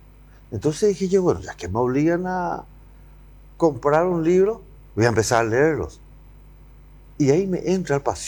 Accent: Paraguay; tenía la obligación moral como paraguayo de crear la primera escuela de formación en coloproctología

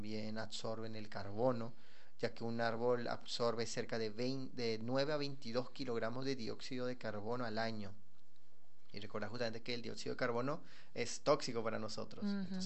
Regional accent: Coronel Oviedo, Caaguazú, Paraguay; yo, que soy de Coronel Oviedo

